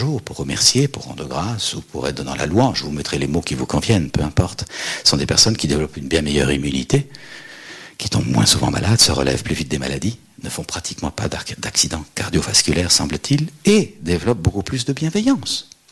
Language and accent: French; Belgium; Moi, je viens de Belgique. J'ai pas eu le moindre attentat, pas de champ de mine. On est en paix depuis 70 ans.